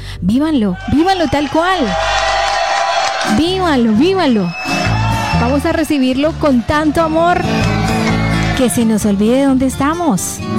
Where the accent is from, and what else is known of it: Colombia; moved away